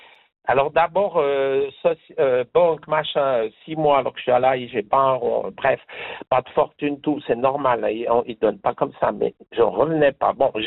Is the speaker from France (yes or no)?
no; Neuchâtel, Switzerland; Ouais, je suis de Neuchâtel. Je viens d'arriver.